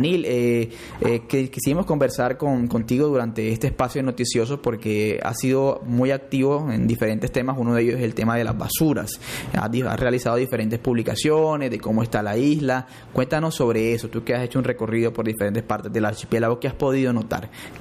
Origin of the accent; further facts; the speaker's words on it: San Andrés and Providencia, Colombia; first language San Andrés Creole; Spanish is a second language; en nuestra lengua materna, en nuestro criol, para todo nuestro pueblo étnico raizal